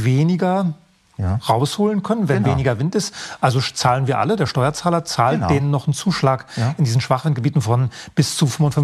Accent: Germany; now in Bavarian Forest, Germany; ich bin ja an der Ostsee aufgewachsen, das wollte ich vorhin einwerfen, an der Ostsee aufgewachsen, wo jeden Tag Wind war.

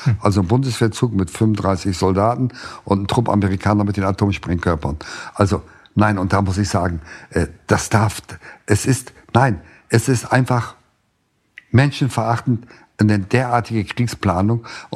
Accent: Lohne, Lower Saxony, Germany; sind wir in einem Vertriebenenlager aufgewachsen, als Kind am Rande eines kleinen Städtchens, weit am Rande, nur Lohne im Südoldenburg, ja. Ganz primitiv. Ich erinnere mich an Ziehbrunnen und Matsch

